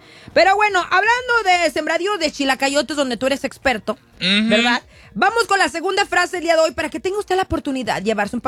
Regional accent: Rosarito, Baja California, Mexico; Fíjate, de donde yo soy, en Rosarito, allá los de la Consti.

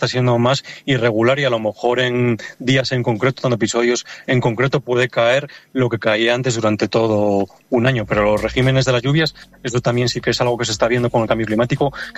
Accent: Asturias, Spain; Por ejemplo, que yo soy de Asturias, pues lo que se conoce como el orvallo, es una lluvia muy débil, muy fina

